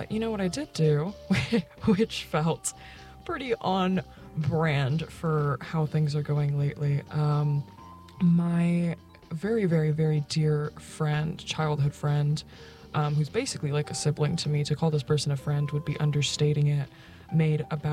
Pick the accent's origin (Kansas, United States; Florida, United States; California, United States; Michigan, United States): California, United States; Fresno; moved away; I was back home in Fresno. Those of you who are longtime listeners know I am from the Central Valley.